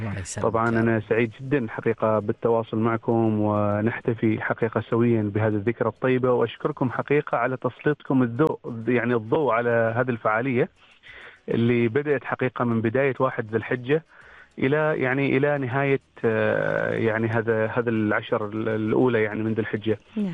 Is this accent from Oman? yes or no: yes; Muscat, Muscat Governorate, Oman